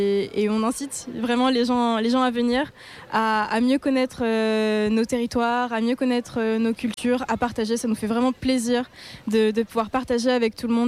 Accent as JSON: {"language": "French", "country": "Réunion", "moved": "as an adult", "lives_now": "Bordeaux, France", "said": "moi je viens de La Réunion. Je suis arrivée pour ma 2e année de pharmacie à Bordeaux."}